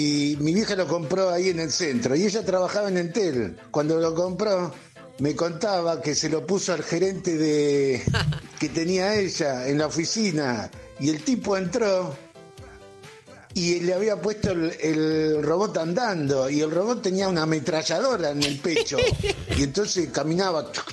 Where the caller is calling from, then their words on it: San Fernando, Buenos Aires Province, Argentina; de San Fernando.